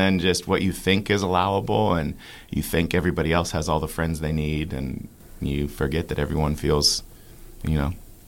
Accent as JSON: {"language": "English", "town": "Columbus", "region": "Ohio", "country": "United States", "tie": "born there", "also_born_or_lived": "Alabama / Georgia / England / Virginia", "said": "My dad was in the Air Force, so I was born in Columbus, Ohio. We moved to Alabama, Georgia, England, Virginia."}